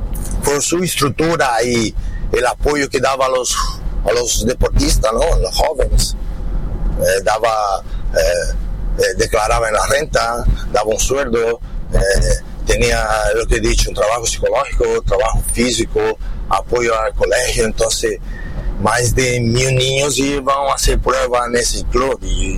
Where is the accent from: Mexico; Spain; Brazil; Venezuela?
Brazil; Yo soy brasileño, a mí me gusta fútbol también.